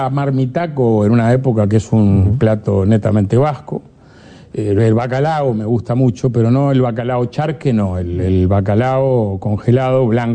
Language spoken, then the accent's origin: Spanish; Uruguay; Nosotros somos orientales argentinos.